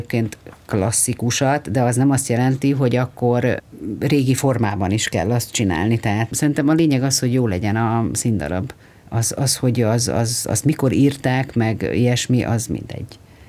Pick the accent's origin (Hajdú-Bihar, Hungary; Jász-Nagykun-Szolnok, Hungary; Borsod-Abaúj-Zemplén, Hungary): Hajdú-Bihar, Hungary; Hajdúhadház; én a Hajdúadházon nőttem föl, és a Debreceni Színházban volt bérletünk